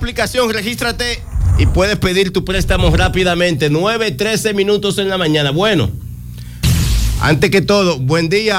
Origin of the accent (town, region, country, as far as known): Dominican Republic